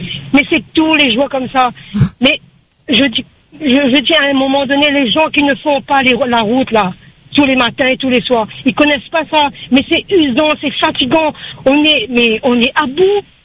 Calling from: Réunion, France; je travaille sur Saint-Denis. Je pars dans l'Ouest tous les jours, je rentre chez moi.

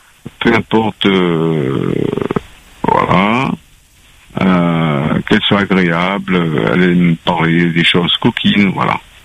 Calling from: Réunion; J'habite à Sainte-Thérèse

